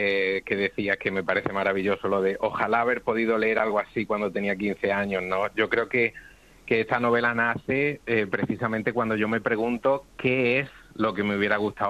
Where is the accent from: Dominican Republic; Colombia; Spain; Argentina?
Spain; La Nava; moved away; mi pueblo, que es donde pasé mi infancia y mi adolescencia